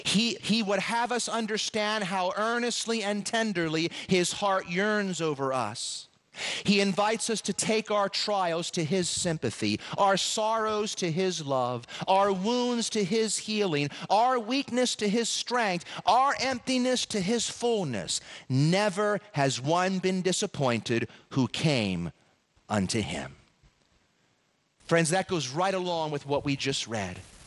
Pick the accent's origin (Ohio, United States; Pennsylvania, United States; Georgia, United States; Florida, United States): Pennsylvania, United States; in my home state of Pennsylvania, where I'm originally from.